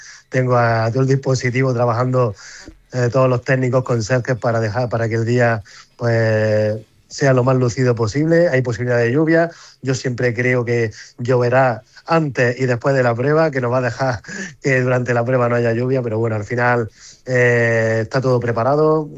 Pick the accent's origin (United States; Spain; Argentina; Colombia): Spain; Motril, Andalusia; Me hace muy, muy orgulloso de mi tierra